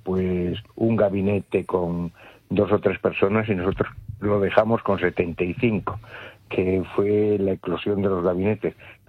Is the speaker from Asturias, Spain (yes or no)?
no; Chapela, Galicia, Spain; Pues porque yo soy de una zona donde hay periódicos abundantes y buenos, como es el Faro de Vigo. Yo soy de Chapela, donde tiene la sede Faro de Vigo.